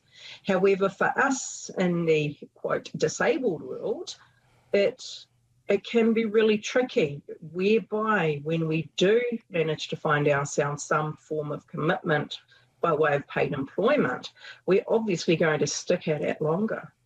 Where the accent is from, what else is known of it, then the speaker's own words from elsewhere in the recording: Taupō, Waikato, New Zealand; I managed to complete my schooling back at my home high school here in Taupō, and following that I spent a year in the States as an American field scholar, then came back home